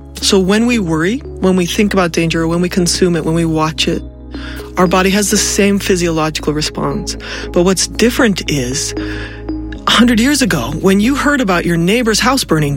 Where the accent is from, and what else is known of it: Provo, Utah, United States